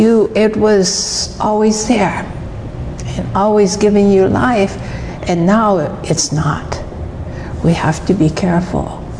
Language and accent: English; Kailua-Kona, Hawaii, United States; growing up in Kona in the 1950s and 60s, very, very different to what it is today.